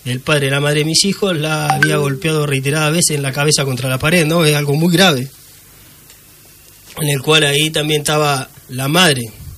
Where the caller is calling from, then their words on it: Bolívar, Buenos Aires Province, Argentina; sabiendo que somos de Bolívar